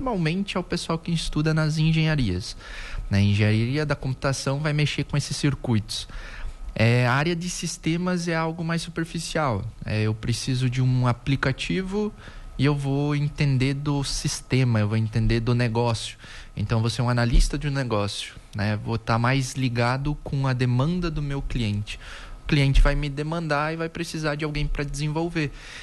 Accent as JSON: {"language": "Portuguese", "town": "Saudades", "region": "Santa Catarina", "country": "Brazil", "tie": "born or raised there", "also_born_or_lived": "Modelo / Chapecó / São Miguel do Oeste", "said": "Então, eu sou aqui da região, nasci em Modelo, cresci a vida inteira em Saudades. E há alguns anos morei em Chapecó também, em São Miguel do Oeste, quando veio minha filha."}